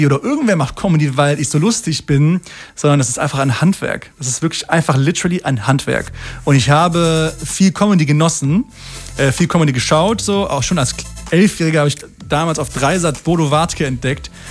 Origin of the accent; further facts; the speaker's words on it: Essen, North Rhine-Westphalia, Germany; Irgendwie Essen ist der Ort, wo ich herkomme, der mich sehr bewegt, wo meine Freunde leben.